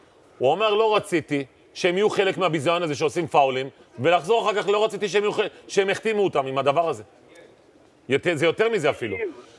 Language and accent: Hebrew; Bnei Brak, Tel Aviv District, Israel; moved away; הייתי בבני ברק ביום חמישי האחרון, עשינו כזה סיבוב, גרתי שם, גדלתי שם.